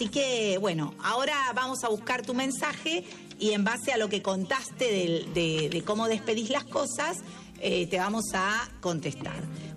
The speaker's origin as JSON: {"language": "Spanish", "country": "Argentina", "said": "yo soy argentino"}